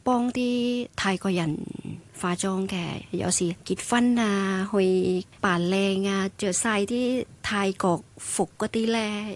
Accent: Chiang Mai, Thailand; 分別都好大，我哋鄉下，因為日頭咧都係有卅幾度，不過夜晚咧又跌咗廿幾度。

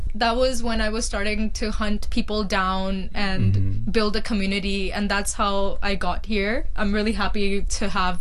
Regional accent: Hong Kong; also born or lived in Punjab, India; I was born in Hong Kong and my childhood was in Punjab, India. I came to Hong Kong for preschool.

